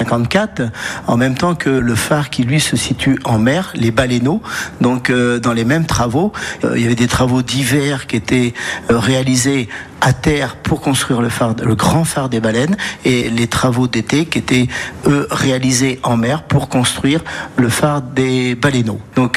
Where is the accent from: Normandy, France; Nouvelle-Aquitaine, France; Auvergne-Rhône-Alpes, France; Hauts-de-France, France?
Nouvelle-Aquitaine, France; La Rochelle; born there; je suis né à La Rochelle, je suis né à La Palisse. Certains disent sur le boulevard de la Soif, au port de commerce.